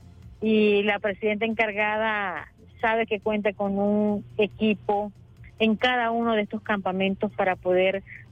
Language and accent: Spanish; Venezuela; Y para nosotros ha sido un alivio, no solamente como venezolanos, sino como indígenas afectados ante esta situación.